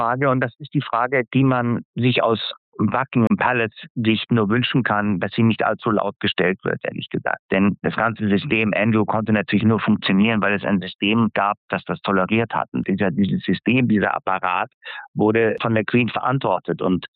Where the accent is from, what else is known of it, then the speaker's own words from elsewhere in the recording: Germany; weil ich Deutscher bin.